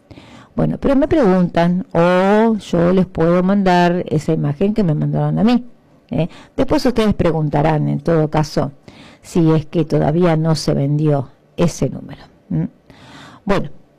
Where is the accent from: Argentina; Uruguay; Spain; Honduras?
Argentina; somos argentinos, defender nuestra argentinidad